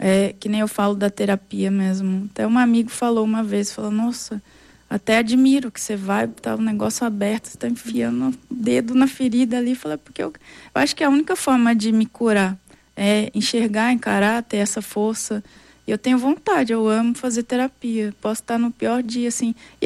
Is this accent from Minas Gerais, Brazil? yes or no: yes; Minas Gerais, Brazil; E sou mineira, cabreira, né?